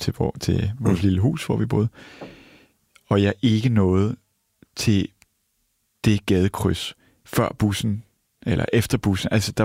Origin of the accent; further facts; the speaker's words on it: Sydney, New South Wales, Australia; den forstad til Sydney, jeg boede i, Greenwich, hjemme i Australien